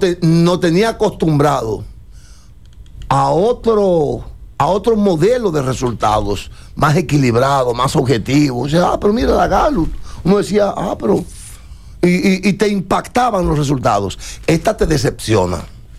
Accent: Dominican Republic; yo como ciudadano dominicano

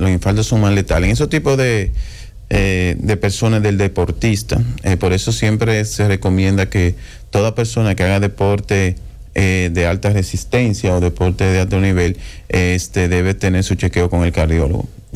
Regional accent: Dominican Republic; debemos nosotros como dominicanos

